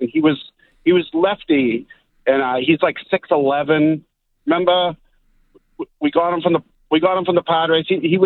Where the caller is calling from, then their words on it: Lynn, Massachusetts, United States; from Lynn, first time caller.